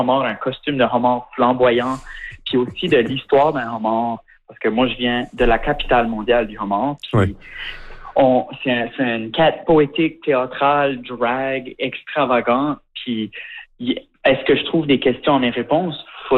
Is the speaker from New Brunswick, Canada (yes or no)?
yes; Shediac, New Brunswick, Canada; now in Montreal, Canada; moi j'ai grandi à Shediac au Nouveau-Brunswick.